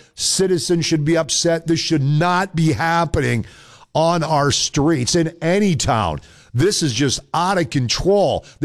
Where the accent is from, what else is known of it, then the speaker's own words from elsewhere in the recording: Detroit, Michigan, United States; you go all the way back to the '60s, Woodward Avenue, Detroit. I mean, that's my hometown.